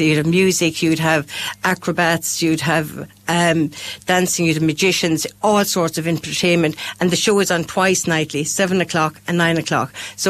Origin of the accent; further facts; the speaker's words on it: Ireland; Obviously for us in Ireland, you know, the cost of flying there